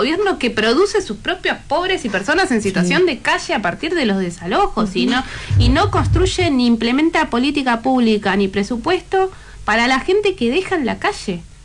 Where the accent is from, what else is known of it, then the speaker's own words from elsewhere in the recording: Buenos Aires, Argentina; born there; yo nací acá en mi barrio, nadie nació en su barrio, somos más porteños que la polenta